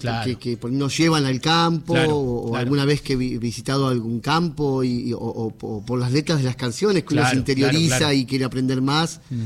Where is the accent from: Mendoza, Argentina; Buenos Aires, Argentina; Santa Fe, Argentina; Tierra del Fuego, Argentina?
Buenos Aires, Argentina; Yo soy súper capitalino, yo nací en Belgrano de R.